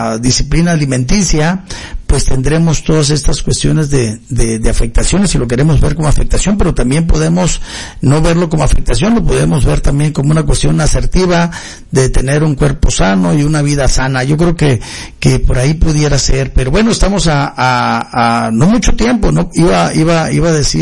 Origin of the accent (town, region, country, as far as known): Mexico